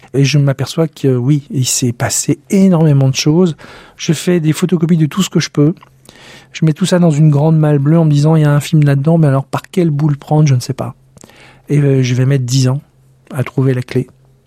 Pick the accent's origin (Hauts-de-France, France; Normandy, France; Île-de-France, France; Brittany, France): Hauts-de-France, France; moved away; je viens du Nord-Pas-de-Calais, et dans nos champs, là-haut, il y a des vestiges de 14-18 partout.